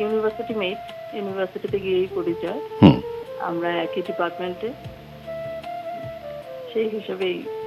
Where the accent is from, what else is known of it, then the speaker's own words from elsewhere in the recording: Agartala, Tripura, India; আমার শৈশবটা আসলে আমি আগরতলাতেই বড় হয়েছি, একদম শহুরে পরিবেশ